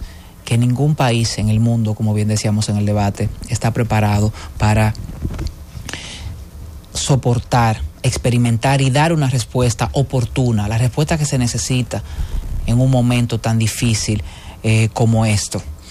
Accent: Dominican Republic; nosotros como República Dominicana

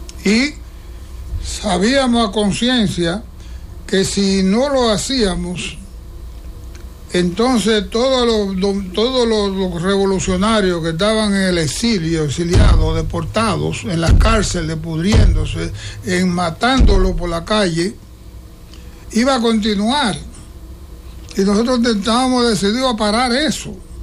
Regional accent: Hato Mayor, Dominican Republic; En la provincia de Alto Mayor, ahí fue porque yo, la provincia, mi pueblo, Alto Mayor, me dio un respaldo tremendo

